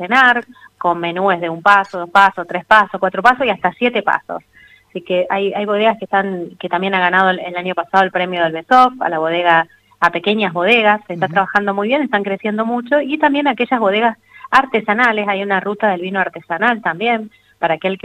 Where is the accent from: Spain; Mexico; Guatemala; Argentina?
Argentina; Santa Fe; moved away as an adult; now in San Rafael, Argentina; Yo soy de Santa Fe, vine hace unos años y aquí me quedé